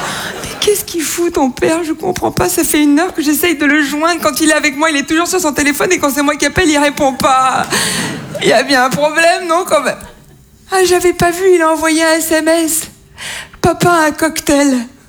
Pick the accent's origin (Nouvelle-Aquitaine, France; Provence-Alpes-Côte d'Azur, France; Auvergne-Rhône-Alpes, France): Provence-Alpes-Côte d'Azur, France; Toulon; now in Paris, France; Je suis née en 1996 à Toulon. Tout le monde voit Toulon ? La Côte d'Azur, les gros bateaux, les milliardaires ? C'est pas là, c'est juste avant.